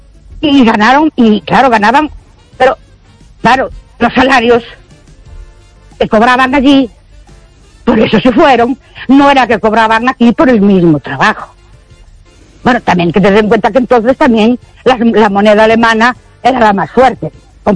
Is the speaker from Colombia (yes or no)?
no; Ourense, Galicia, Spain; Buenas noches … de Orense.